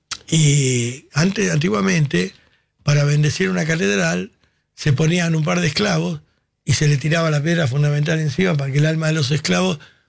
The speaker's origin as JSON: {"language": "Spanish", "country": "Argentina", "said": "Somos todos tangueros argentinos."}